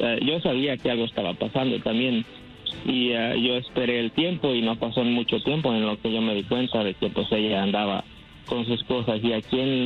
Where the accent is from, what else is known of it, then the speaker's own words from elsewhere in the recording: Uruapan, Michoacán, Mexico; now in United States; yo la traigo de mi pueblo